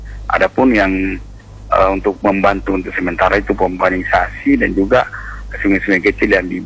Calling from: Pinrang, South Sulawesi, Indonesia; Masih di sini nih, di Lembang Pinrang, Sulawesi Selatan.

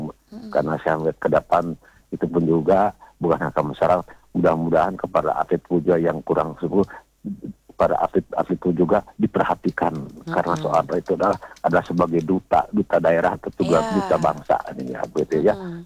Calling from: Bandung, West Java, Indonesia; Saya dari Bandung Timur nih ya di sini.

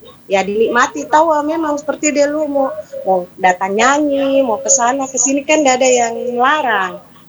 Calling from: South Sulawesi, Indonesia; Apalagi kalau kita Bugis Makassar.

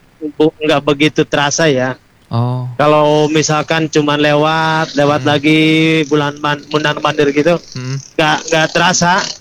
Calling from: Ciranjang, West Java, Indonesia; Enggak, Cianjur Ciranjang.

